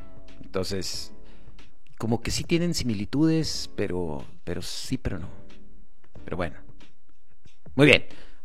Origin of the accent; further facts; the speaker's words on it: Mexico; moved away; Soy de México. Entonces, soy de México, yo.